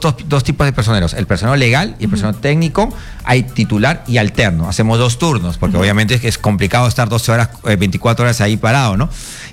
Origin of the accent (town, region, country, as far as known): Peru